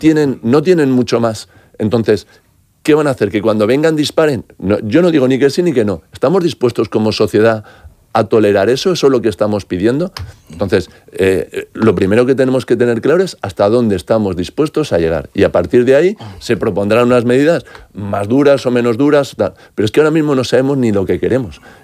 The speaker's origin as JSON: {"language": "Spanish", "country": "Spain"}